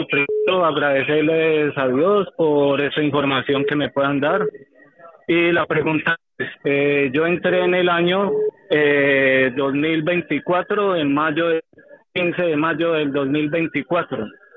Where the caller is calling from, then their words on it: Seville, Andalusia, Spain; me comunico de acá, de la parte de Sevilla.